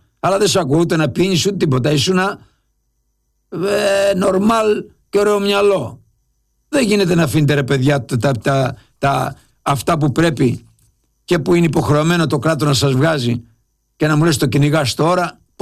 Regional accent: Lefkada, Ionian Islands, Greece; Επειδή είμαι και από τη Λευκάδα

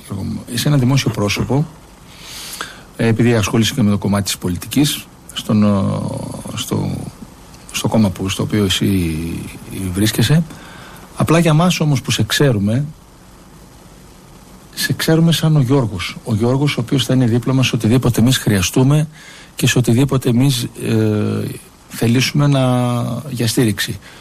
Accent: Karpero, Western Macedonia, Greece; στο χωριό μου, το Καρπερό Γρεβενών.

